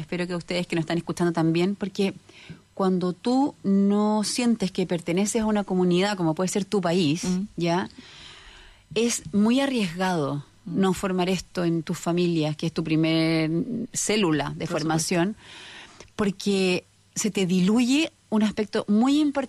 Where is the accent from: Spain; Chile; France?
Chile; tenemos que darle respuesta como chileno